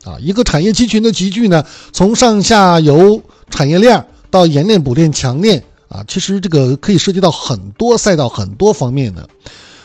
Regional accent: Changchun, Jilin, China; now in Haikou, China; 我老家长春都是600多万、700万人口

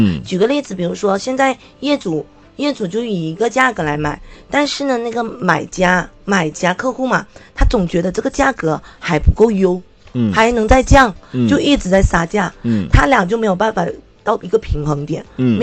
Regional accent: China

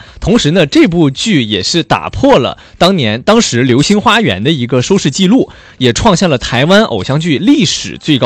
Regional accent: Shandong, China

